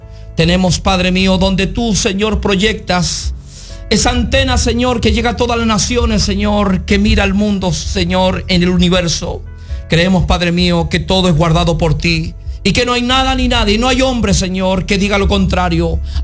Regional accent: Chile; born there; humanamente nacimos en Chile, en la bella República de Chile

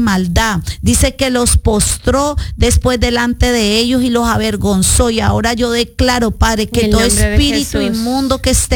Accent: Guayabo, Puerto Rico; Pido oración por … Somos de Guayabo, Puerto Rico.

